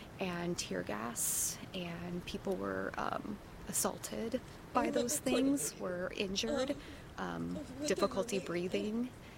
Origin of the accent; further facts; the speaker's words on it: Ventura County, California, United States; as someone who grew up in this community, I'm from Ventura County